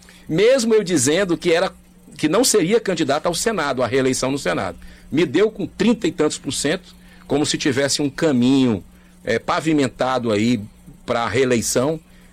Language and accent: Portuguese; Fortaleza, Ceará, Brazil; Olha, eu sou um apaixonado pelo Ceará. Nasci aqui em Fortaleza, né, a minha vida inteira nessa terra